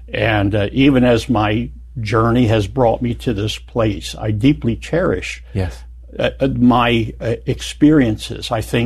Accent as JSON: {"language": "English", "region": "Pennsylvania", "country": "United States", "tie": "born or raised there", "also_born_or_lived": "New Jersey", "said": "So I grew up in Pennsylvania and New Jersey."}